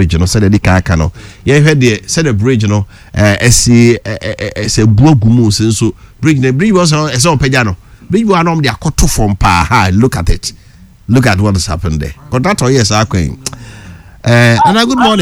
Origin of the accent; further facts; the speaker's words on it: Bantama, Bono, Ghana; I'm okay from Bantama in the Sunny West District.